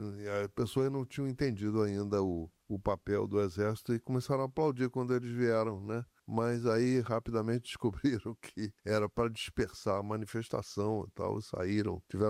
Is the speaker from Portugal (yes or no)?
no; Niterói, Rio de Janeiro, Brazil; Eu sou de Niterói, né?